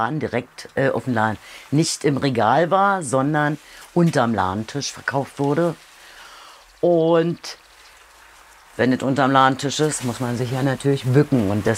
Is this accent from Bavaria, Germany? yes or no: no; Saxony-Anhalt, Germany; Ich komme aus Sachsen-Anhalt und verkaufe in der Saison Spargel im Land der Frühaufsteher.